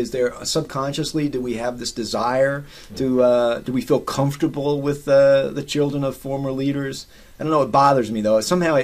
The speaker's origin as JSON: {"language": "English", "town": "Little Rock", "region": "Arkansas", "country": "United States", "said": "And I'm from Arkansas. I'm from Little Rock. And I don't think I sound like I'm from Oregon either. And definitely not Ireland."}